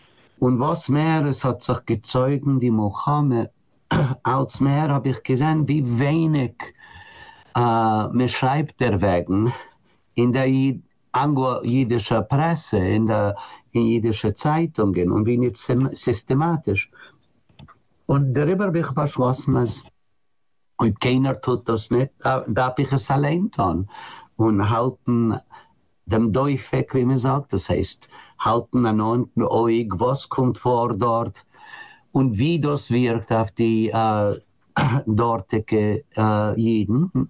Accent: Bronx, New York, United States; German is a second language; Ich bin geboren in New York, aufgewachsen in die Bronx, in einer ganz eigenartigen Zwiebe, auf der also gerufener Bainbridge Avenue

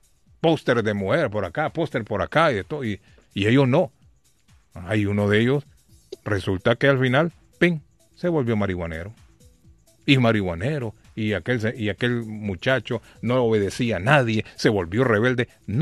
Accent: Honduras; yo les he contado la historia cuando yo vine de Honduras.

